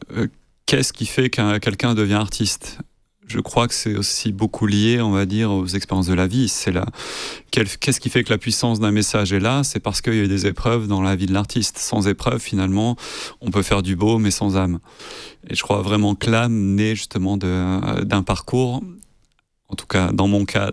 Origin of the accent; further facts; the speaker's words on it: Volvic, Auvergne-Rhône-Alpes, France; moved away; je suis né en Auvergne, à Volvic. Et c'est vrai que je suis donc né très très très loin de la mer, des océans, en tout cas de très loin d'où je suis aujourd'hui. Donc il faut s'imaginer une enfance à la campagne, dans un petit village.